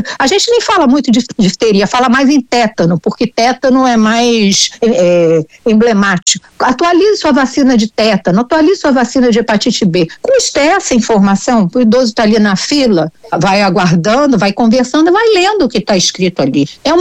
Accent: Rio de Janeiro, Brazil; Eu sou do estado do Rio de Janeiro e trabalho no Rio de Janeiro.

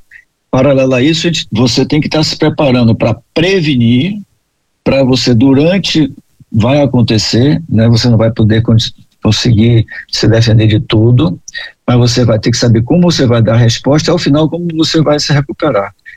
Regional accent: Bahia, Brazil

